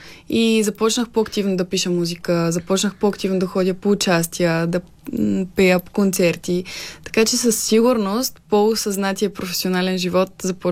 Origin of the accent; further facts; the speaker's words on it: Petrich, Blagoevgrad Province, Bulgaria; moved away; Още даже от мъничка, като живях в родния ми град Петрич